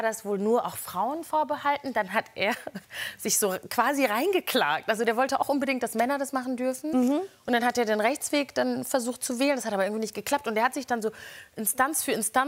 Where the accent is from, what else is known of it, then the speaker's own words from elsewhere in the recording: Neukirchen-Vluyn, North Rhine-Westphalia, Germany; Ich aus Neukirchen-Flühen.